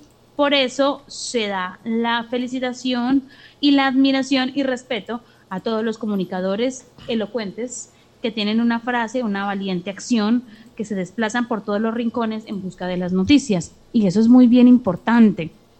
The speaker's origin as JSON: {"language": "Spanish", "country": "Colombia", "said": "nosotros somos colombianos y afortunados de tener un café que tomar"}